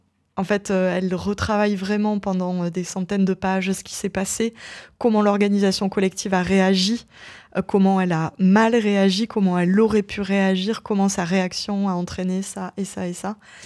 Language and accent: French; South-West France, France; moved away; à la base, je viens du Sud-Ouest.